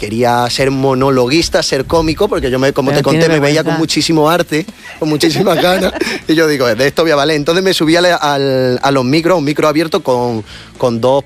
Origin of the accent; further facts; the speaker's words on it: Frigiliana, Andalusia, Spain; soy de Frigiliana. Y con orgullo